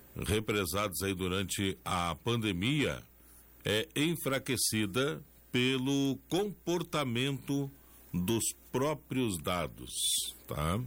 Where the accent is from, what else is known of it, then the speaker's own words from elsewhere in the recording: Brazil; Isso é aqui no Brasil, tchê. É aqui no nosso país